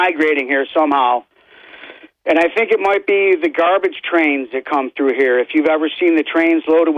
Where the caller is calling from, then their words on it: Maine, New York, United States; I'm calling from the town of Maine.